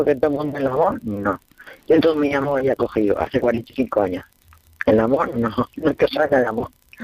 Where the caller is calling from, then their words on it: Orihuela, Valencian Community, Spain; Te llamo de Orihuela.